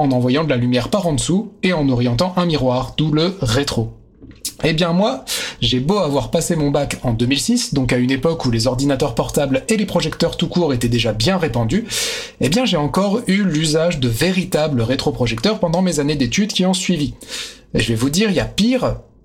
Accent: France; chez nous en France

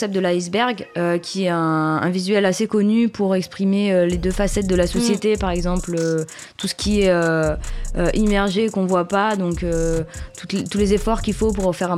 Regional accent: Clermont-Ferrand, Auvergne-Rhône-Alpes, France; les étoiles montantes de Clermont-Ferrand, là d'où je viens.

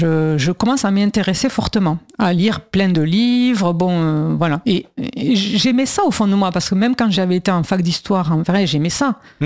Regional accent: Occitanie, France; moved away as an adult; also born or lived in Blois; now in Paris, France; quand on vient du Gers, on ne trouve pas ça perdu du tout

